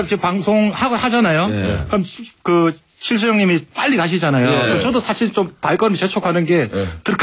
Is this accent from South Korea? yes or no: yes; Busan, South Korea; 저는 이제 부산 사람이잖아요.